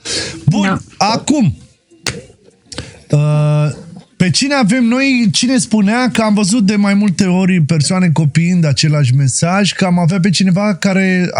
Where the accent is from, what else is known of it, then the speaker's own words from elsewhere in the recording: Romania; noi suntem români, nu suntem francezi.